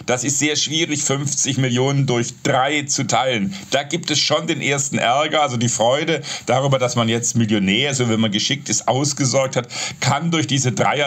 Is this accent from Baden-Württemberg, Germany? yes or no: yes; Baden-Württemberg, Germany; Ich neige eher dazu, als Schwabe, es niemandem zu sagen, das Geld aufs Sparbuch zu bringen